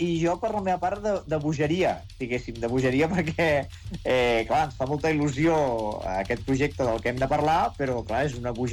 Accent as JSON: {"language": "Catalan", "town": "Terrassa", "region": "Catalonia", "country": "Spain", "said": "Jo soc de Terrassa"}